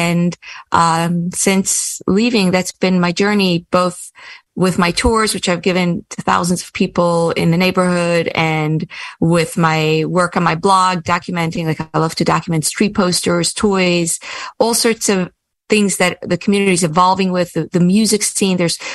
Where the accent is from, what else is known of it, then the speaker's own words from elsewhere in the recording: Kiryas Joel, New York, United States; moved away as an adult; So I grew up in Kiryas Joel. I grew up in a very, I suppose there is a spectrum in every Hasidic community, including in Kiryas Joel.